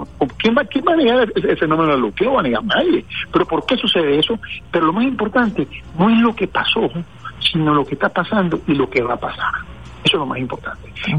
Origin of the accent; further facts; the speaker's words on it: Ciudad Guayana, Bolívar, Venezuela; also born or lived in New York / San Félix; Yo llegué ahí con un año nacido a San Félix y después me mudé para Ciudad Guayana. Yo viví todo el crecimiento guayanés.